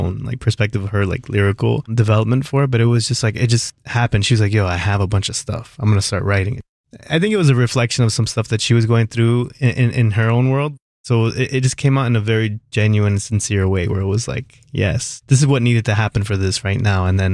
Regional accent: Miami, Florida, United States; also born or lived in Fort Lauderdale; My family is from Ecuador. I grew up in Miami in South Florida, Fort Lauderdale.

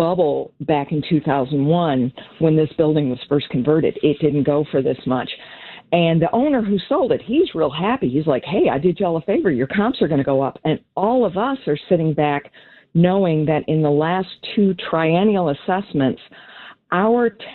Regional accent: Evanston, Illinois, United States; born there; I was born in Evanston, and God willing, I'll die here

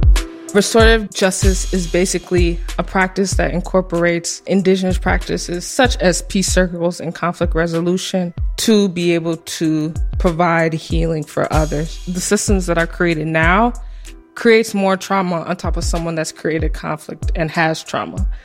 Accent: Evanston, Illinois, United States; moved away as an adult; now in Chicago, United States; I grew up in Evanston my whole life.

